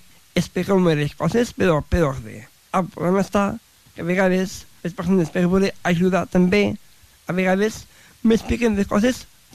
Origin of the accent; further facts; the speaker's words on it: Tàrrega, Catalonia, Spain; jo soc de Tàrrega.